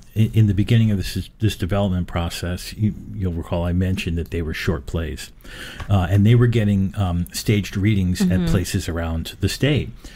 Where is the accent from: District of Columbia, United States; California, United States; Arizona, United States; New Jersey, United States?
New Jersey, United States; Lawrenceville; born there; when I graduated from high school, Notre Dame High School in Lawrenceville, I came here to Mercer County for a while